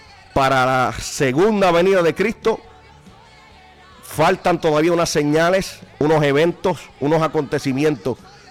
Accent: Puerto Rico; libres a nuestro Puerto Rico, a nuestro país

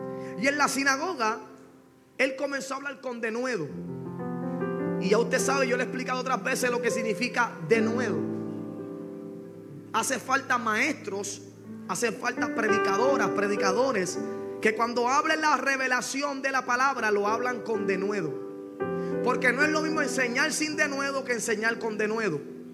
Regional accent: Puerto Rico; Hablando acá como puertorriqueño

